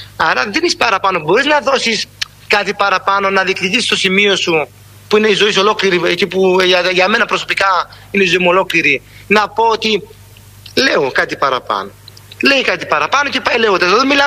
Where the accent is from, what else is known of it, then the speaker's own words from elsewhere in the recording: Stegna, South Aegean, Greece; Με τον μπαμπά μεγάλωσα στα Στεγνά.